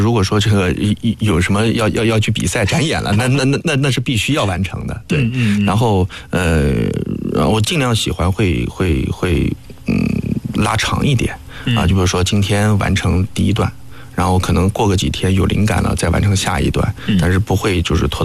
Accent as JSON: {"language": "Chinese", "town": "Nanjing", "region": "Jiangsu", "country": "China", "tie": "born or raised there", "said": "我作为一个南京人，在南京城市里面成长。在南京城市里面受南京城市这个文化的滋养"}